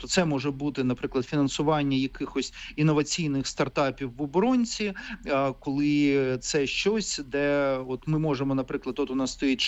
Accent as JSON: {"language": "Ukrainian", "region": "Kyiv", "country": "Ukraine", "said": "там я як киянин це бачу постійно протягом всіх років війни"}